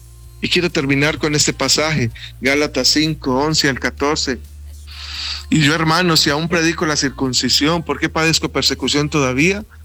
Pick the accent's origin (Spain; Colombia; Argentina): Colombia; como colombianos tenemos el derecho de ir y la obligación de ir a votar.